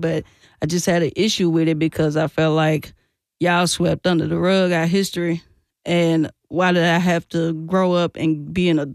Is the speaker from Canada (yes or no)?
no; Nashville, Tennessee, United States; Cause you know, everybody know growing up in Nashville in early 2000s, South Side always had beef with the East Side and vice versa.